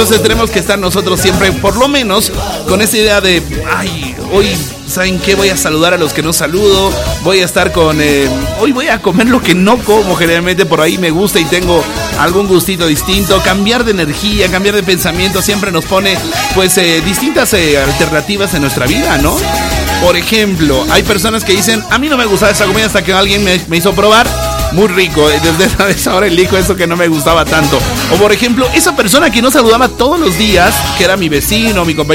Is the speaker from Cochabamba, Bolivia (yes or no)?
no; La Paz, Bolivia; lo vamos a vivir juntos como paseños, como bolivianos también